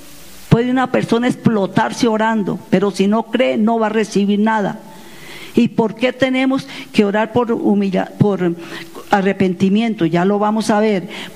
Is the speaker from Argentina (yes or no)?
no; Colombia